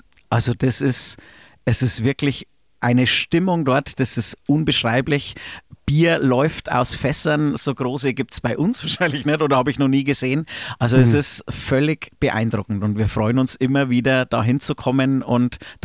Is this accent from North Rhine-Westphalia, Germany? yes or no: no; Kastl, Bavaria, Germany; also ich komme aus Kastel, heißt es, das sind 1500 Einwohner mittlerweile.